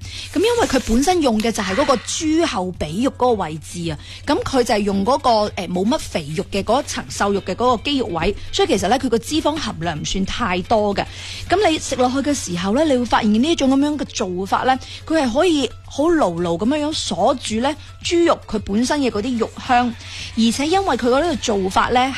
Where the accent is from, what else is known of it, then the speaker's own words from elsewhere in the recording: Guangdong, China; 我哋广东人